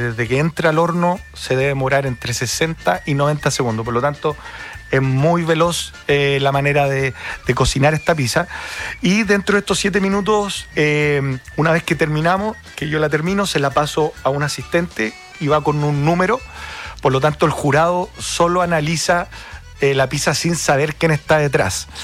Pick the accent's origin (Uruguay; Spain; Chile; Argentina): Chile; Valparaíso; nosotros somos dos porteños nacidos y criados.